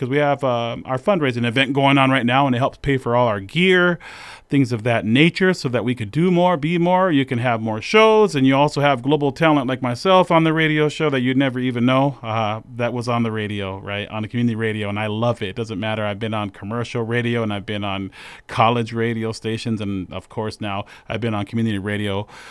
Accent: West Coast, United States; I come from the West Coast

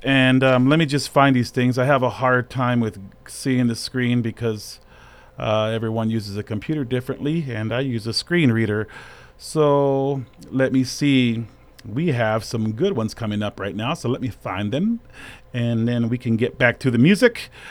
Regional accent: California, United States; moved away; I come from a time when it was taboo to be, Chicano. I come from California. I come from the time when we still had segregated schools, man.

